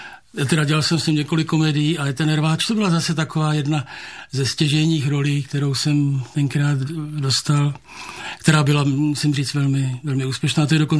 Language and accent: Czech; Prague, Czechia; jako rodilej Pražák